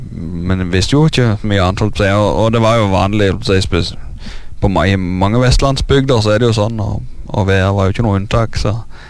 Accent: Veavågen, Rogaland, Norway; Det stemmer. Jeg er født og oppvokst på Karmøy. Det er på Veavågen.

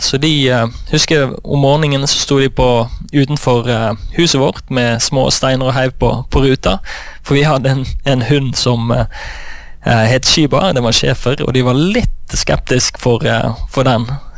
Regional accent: Indonesia; also born or lived in Oslo, Norway / Singapore; jeg ble født i Oslo, og så valgte foreldrene mine å bli misjonærer, så de reiste ut til Indonesia. Og da hadde jeg første delen av barndommen min i Indonesia og Singapore.

